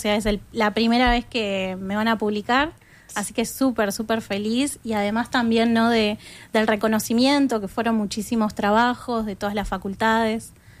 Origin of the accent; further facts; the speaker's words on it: Argentina; now in Uruguay; En mi caso, que yo soy argentina, también tuve la oportunidad de participar, ¿no? Como estudiante de la UDELAR.